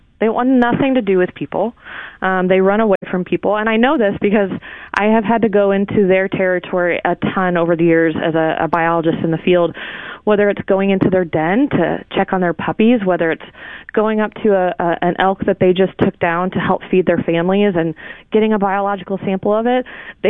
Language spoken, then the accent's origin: English; St. Louis, Missouri, United States; I'm a local Missourian. I grew up in St. Louis and spent years hunting, fishing, messing around in the Ozarks and camping and all that stuff.